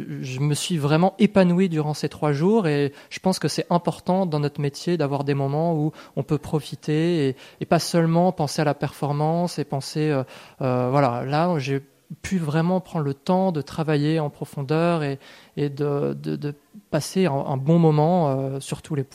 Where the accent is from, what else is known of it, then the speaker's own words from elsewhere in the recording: Blois, Centre-Val de Loire, France; Alors, moi, je suis originaire donc de Blois, donc c'est pas très loin.